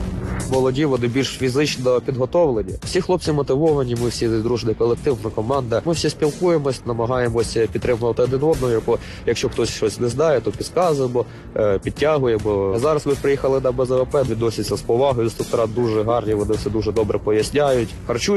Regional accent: Dnipro, Dnipropetrovsk Oblast, Ukraine; а я з Дніпра сам.

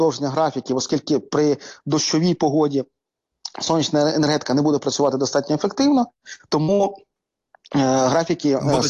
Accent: Kharkiv, Kharkiv Oblast, Ukraine; в моєму рідному Харкові

